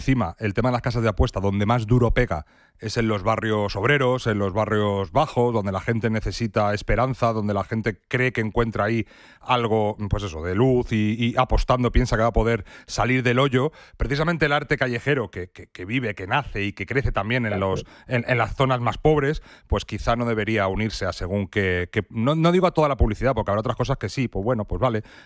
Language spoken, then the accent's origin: Spanish; Madrid, Community of Madrid, Spain